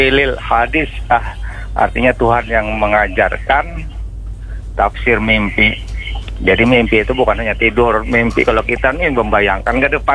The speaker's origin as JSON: {"language": "Indonesian", "town": "Banjarmasin", "region": "South Kalimantan", "country": "Indonesia", "said": "Jadi untuk itu dapat dipastikan bahwa kita warga Banjarmasin dan Banua Lima ini termasuk orang-orang yang beradab."}